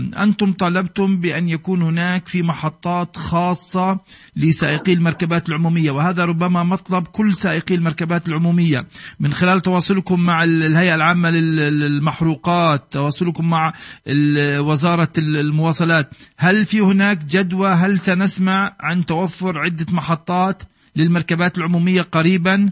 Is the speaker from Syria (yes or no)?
no; Bethlehem, Bethlehem Governorate, Palestine; عندنا في بيت لحم